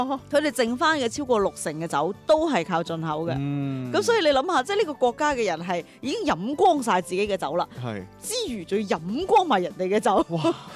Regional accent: China; 所以你話如果我哋中國人去到瑞士

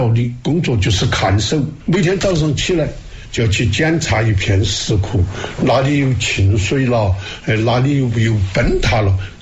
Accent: Sichuan, China; 你们叫热闹，我们四川人叫闹热。

